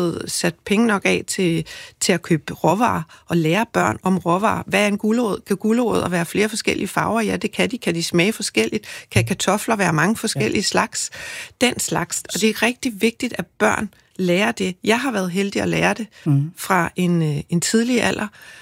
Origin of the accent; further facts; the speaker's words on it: Zealand, Denmark; Jeg er vokset op på Sydsjælland, på landet